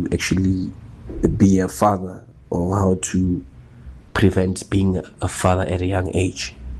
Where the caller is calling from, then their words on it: South Africa; us as South African young men